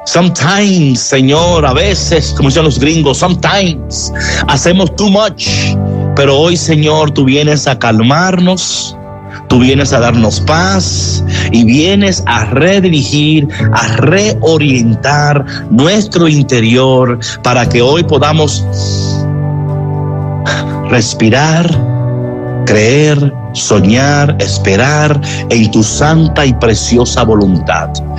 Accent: Dominican Republic; Elila de la República Dominicana, mi paisana.

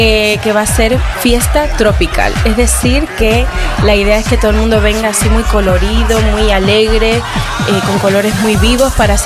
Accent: Cuba; moved away; Y mira que soy cubana

